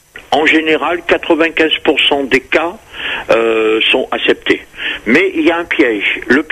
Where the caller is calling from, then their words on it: Paris, Île-de-France, France; je vous appelle de Paris.